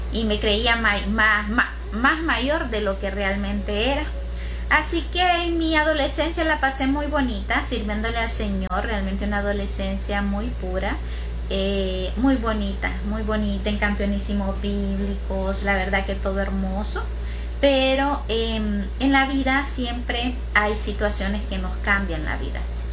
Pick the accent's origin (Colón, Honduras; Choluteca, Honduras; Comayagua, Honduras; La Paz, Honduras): Choluteca, Honduras; Soy de Choluteca, Choluteca.